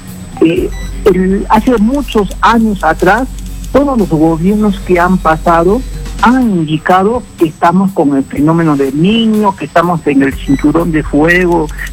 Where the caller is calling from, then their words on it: Abancay, Apurímac, Peru; de Abancay y Apurímac